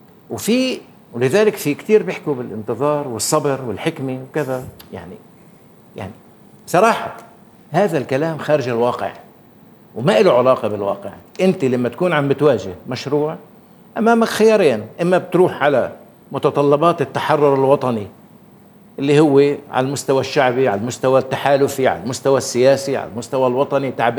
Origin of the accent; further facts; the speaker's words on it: Palestine; يجب أن نبحث عن مكان لنا فيها كفلسطينيين